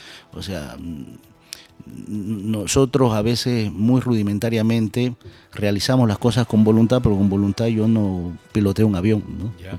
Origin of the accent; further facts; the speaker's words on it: Vallegrande, Santa Cruz, Bolivia; Primero digo soy de Valle Grande y luego les explico, ¿no? Valle Grande queda en Santa Cruz, sí. Santa Cruz, Bolivia, Sudamérica